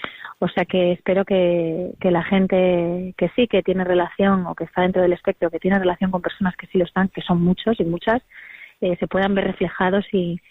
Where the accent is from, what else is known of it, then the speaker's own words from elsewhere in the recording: Vigo, Galicia, Spain; moved away as an adult; now in Madrid, Spain; estar afincada en Madrid desde hace muchos años y poder venir a Vigo y rodar en mi tierra y con mi gente y que se vea mi ciudad.